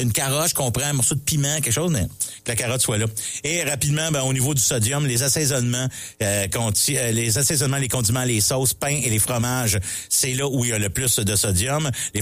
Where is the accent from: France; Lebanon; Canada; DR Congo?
Canada; Mont-Saint-Hilaire, Quebec; J'ai de Mont-Saint-Hilaire. J'ai grandi, j'ai été à Mont-Saint-Hilaire une bonne partie de ma vie. C'est ce qu'il est la capitale à peu près de la pomme au Québec.